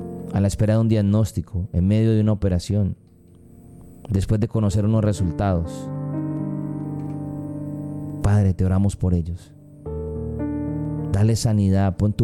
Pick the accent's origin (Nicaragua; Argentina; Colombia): Colombia; nos permitan unirnos como colombianos.